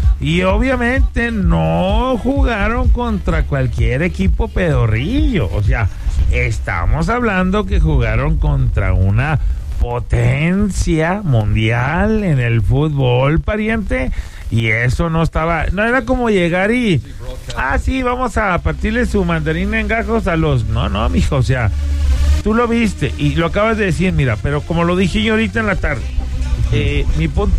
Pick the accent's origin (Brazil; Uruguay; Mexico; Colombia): Mexico; como buen mexicano, como buenos mexicanos que somos